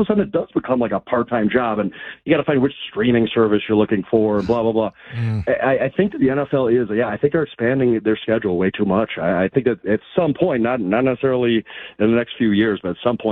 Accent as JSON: {"language": "English", "town": "Milwaukee", "region": "Wisconsin", "country": "United States", "said": "I'm from Milwaukee originally. I'm a Brewers fan."}